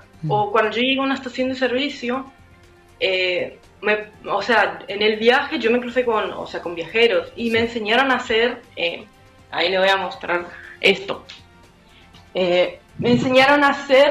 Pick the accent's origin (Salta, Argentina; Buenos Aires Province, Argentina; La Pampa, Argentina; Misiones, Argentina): Misiones, Argentina; Fracrán; also born or lived in San Vicente; now in Brazil; yo me vine a Brasil hace un par de meses atrás por la situación económica que estaba pasando, porque yo soy de Fracrán, pero vivía en San Vicente.